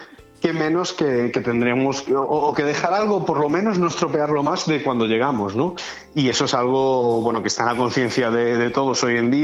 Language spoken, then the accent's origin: Spanish; Galicia, Spain; now in Benidorm, Spain